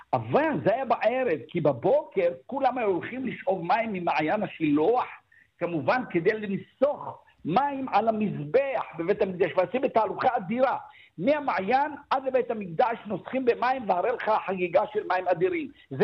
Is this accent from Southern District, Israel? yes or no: no; Ramla, Central District, Israel; גם אני בילדותי ברמלה בבית הורה